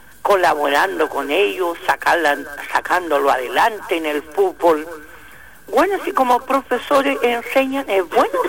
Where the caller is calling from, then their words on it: Coronel, Biobío, Chile; yo como buena chilena coronelina